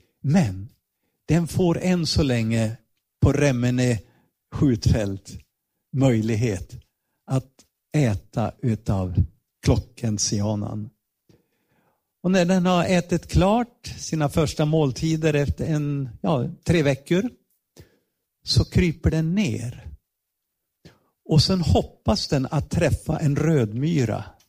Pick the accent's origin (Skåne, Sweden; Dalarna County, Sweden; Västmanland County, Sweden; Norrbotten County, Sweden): Dalarna County, Sweden; Ludvika; För vi växte upp i Ludvika. Nästan grannar med var. Ja, nej, grannar.